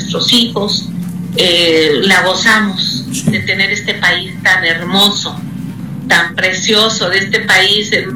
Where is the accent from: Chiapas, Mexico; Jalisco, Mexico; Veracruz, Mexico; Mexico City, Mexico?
Veracruz, Mexico; como somos los veracruzanos y los mexicanos